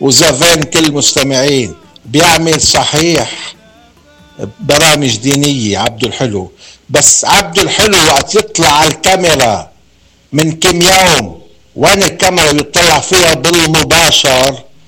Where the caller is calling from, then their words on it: Lebanon; أنا أول شيء كلبناني، تاني شيء كمسيحي